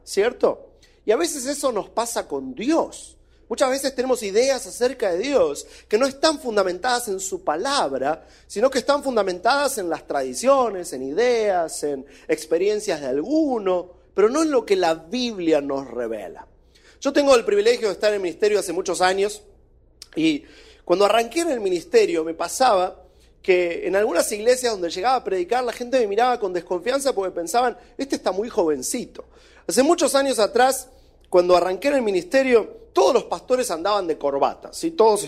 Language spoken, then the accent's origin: Spanish; Argentina; accent: mixed; moved away; also born or lived in California; soy argentino, aunque vivo hace muchos años afuera, así que mi acento quizás es un poquito extraño.